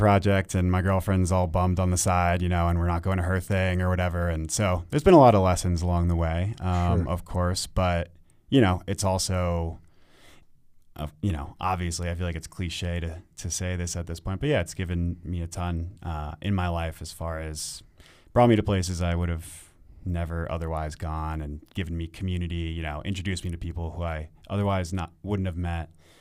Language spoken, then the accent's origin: English; New Jersey, United States; moved away; I'm from New Jersey.